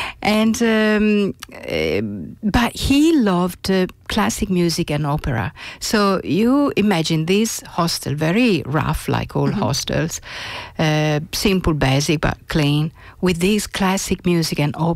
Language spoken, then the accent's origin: English; Italy; accent: Italian; English is a second language; moved away as an adult; also born or lived in Milan; I was living in Italy. Obviously, probably you understood from my accent. So I was living in Italy, in Milano